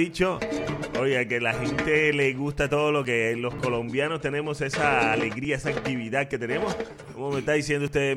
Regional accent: Mayagüez, Puerto Rico; soy de aquí de Mayagüez, si no lo sabían.

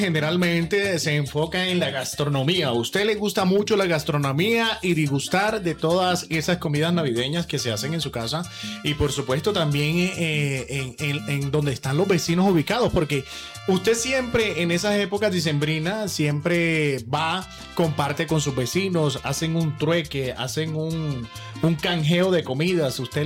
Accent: Coveñas, Sucre, Colombia; de donde yo soy, en Coveñas, Sucre, no, nosotros decimos faltan 5 para las 12.

